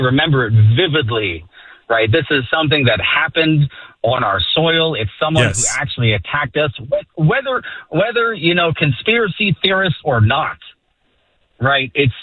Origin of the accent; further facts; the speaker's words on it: United States; I love America. That is my hometown. That is my homeland. Right. I am an American. I bleed red, white and blue.